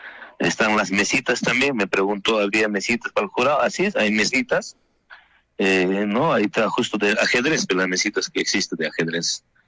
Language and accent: Spanish; Peru; yo soy peruano, tengo todo el derecho y el perfil de trabajar.